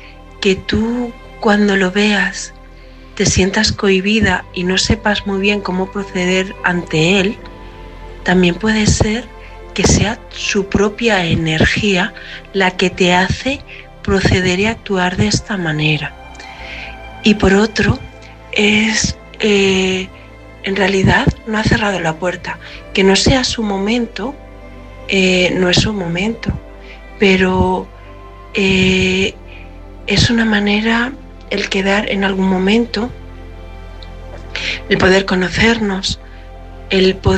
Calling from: Valencia, Valencian Community, Spain; te hablo desde Valencia.

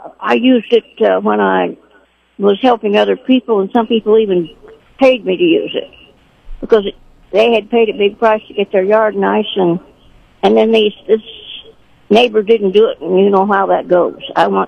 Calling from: Sedalia, Missouri, United States; I'm calling from Shadia.

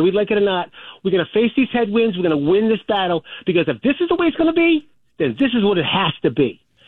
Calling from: Warwick, Rhode Island, United States; from Warwick.

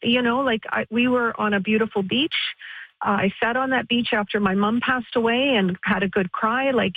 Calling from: Canada; we're so Canadian.

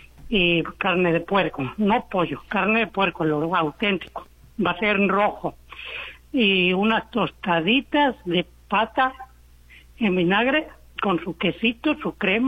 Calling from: Mexico City, Mexico; De la delegación Venustiano Carranza. Correcto. Colonia Penitenciaría.

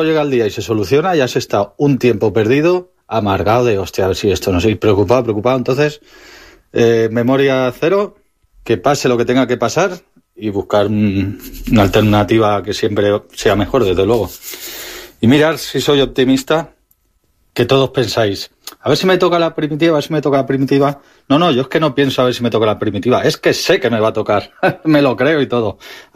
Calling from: Valencia, Valencian Community, Spain

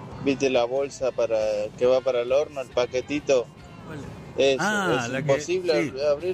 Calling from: Boulogne, Buenos Aires Province, Argentina; de Boulogne

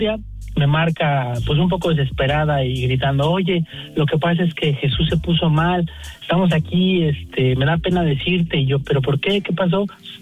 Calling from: Mexico City, Mexico; Estoy en Iztapalapa.

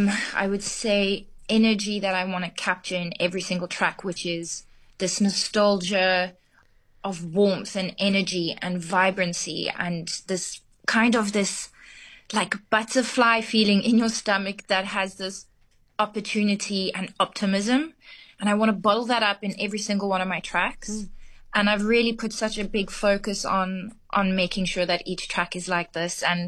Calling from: London, United Kingdom; Yes, I'm calling you from London.

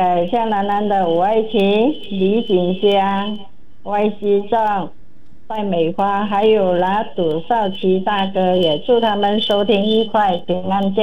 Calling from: Penang, Malaysia

